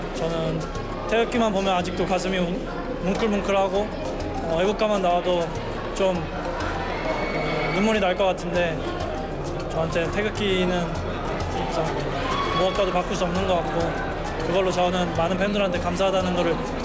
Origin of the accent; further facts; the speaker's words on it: South Korea; 항상 대한민국 사람으로서 대한민국 경기에 나가는 걸 상당히 영광스럽게 생각하고